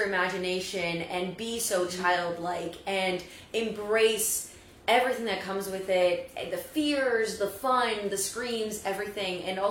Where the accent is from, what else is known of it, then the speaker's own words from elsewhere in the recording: Canada; I'm from Canada, so my career started in comedy.